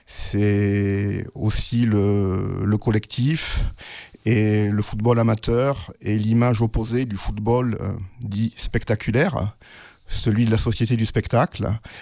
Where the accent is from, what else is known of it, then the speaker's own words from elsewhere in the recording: Marvejols, Occitanie, France; born there; now in Mende, France; Oui, je suis né en Lozère, à Marvejols. Je suis d'origine camourgaise, ma famille vit à la Camourgue et je vis à Mende depuis quelques années.